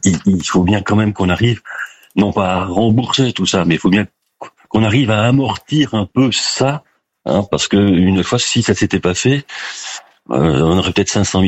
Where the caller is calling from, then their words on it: Clermont-Ferrand, Auvergne-Rhône-Alpes, France; Clermont-Ferrand.